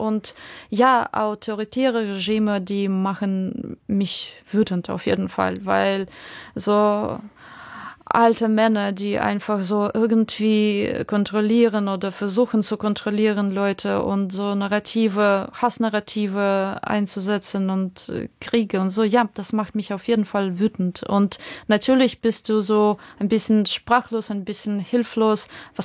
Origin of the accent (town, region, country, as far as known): Ukraine; now in Berlin, Germany